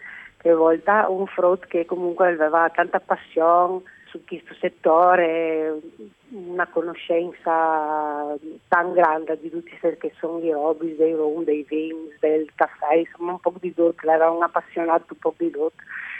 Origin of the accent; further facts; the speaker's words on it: Latisana, Friuli-Venezia Giulia, Italy; accent: Veneto; Io sono nata alla Tisana, hai fatto metà della mia vita alla Tisana, quindi ho un accento più veneto.